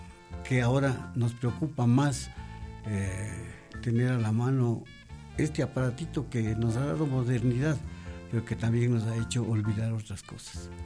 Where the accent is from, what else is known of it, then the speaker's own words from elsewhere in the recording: Quito, Pichincha, Ecuador; nací y viví en San Marcos.